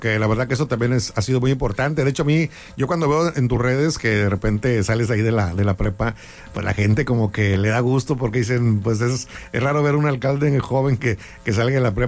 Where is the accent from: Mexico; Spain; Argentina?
Mexico; Apodaca, Nuevo León; Orgullosamente soy del municipio de Apodaca